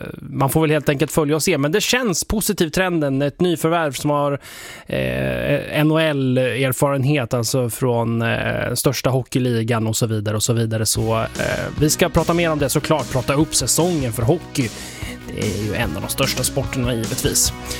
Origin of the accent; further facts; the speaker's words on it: Östergötland, Sweden; Vi får hoppas som östgötar